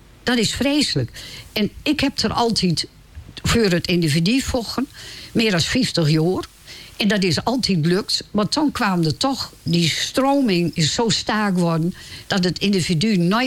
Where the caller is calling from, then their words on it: Groningen, Netherlands; Maar ik ben een Groninger en ik hoor van dat Groningen land hoor.